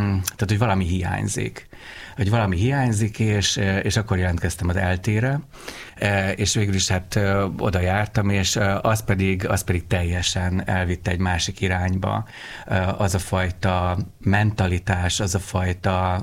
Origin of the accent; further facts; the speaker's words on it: Ózd, Borsod-Abaúj-Zemplén, Hungary; born there; now in Budapest, Hungary; Én Ózdon születtem